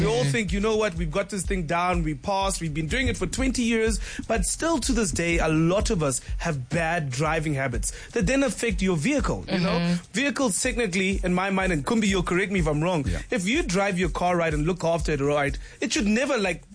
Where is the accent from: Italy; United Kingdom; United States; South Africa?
South Africa; Durban, KwaZulu-Natal; I'm from Durban.